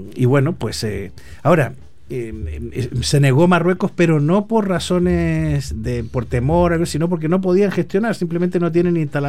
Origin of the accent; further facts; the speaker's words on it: Los Lagos, Chile; Es que en el sur, o sea, yo vengo de la región de Los Lagos, es una de las regiones de Chile más expuesta a este tema del antivirus.